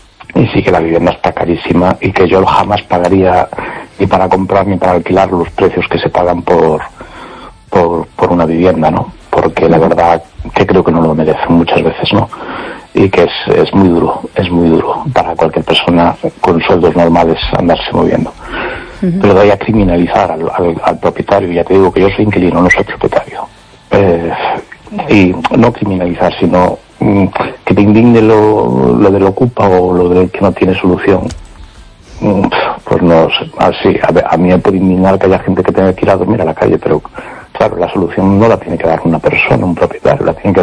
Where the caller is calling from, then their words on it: A Coruña, Galicia, Spain; Hola, buenas noches … de Coruña.